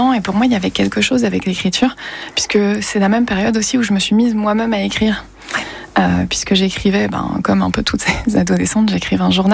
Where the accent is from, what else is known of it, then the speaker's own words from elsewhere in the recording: Quimper, Brittany, France; also born or lived in Morlaix, France / Canada; now in Nantes, France; Non, je suis née dans le Finistère, à Morlaix, et j'ai grandi à Quimper.